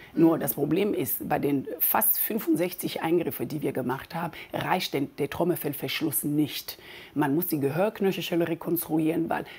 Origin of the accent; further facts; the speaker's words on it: Cameroon; moved away; ich komme aus Kamerun